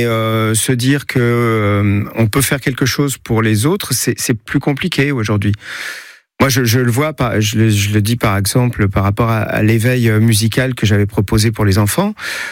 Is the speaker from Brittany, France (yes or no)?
no; Paris, Île-de-France, France; born or raised there